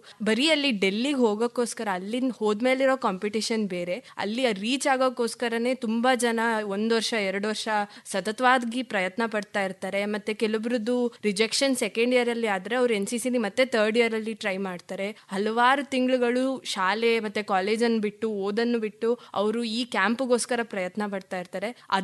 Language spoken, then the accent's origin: Kannada; Mysore, Karnataka, India; also born or lived in Adderi, Sagar, Shivamogga; ನನ್ನ rank NCCಯಲ್ಲಿ senior under officer. ನನ್ನ ಮೂಲ ಊರು ಬಂದು ಅಡ್ಡೇರಿ, ಶಿವಮೊಗ್ಗ ಸಾಗರ. ಮತ್ತೆ ನಾನು ಹುಟ್ಟಿ ಬೆಳೆದಿದ್ದೆಲ್ಲ ಮೈಸೂರಲ್ಲೇ, ನಾನು ಓದಿದ್ದು ಸಹ ಮೈಸೂರಲ್ಲೇ. ನಾನೀಗ ಪ್ರಸ್ತುತ BSc ಸೆಕೆಂಡ್ ಇಯರ್ ವಿದ್ಯಾರ್ಥಿನಿ.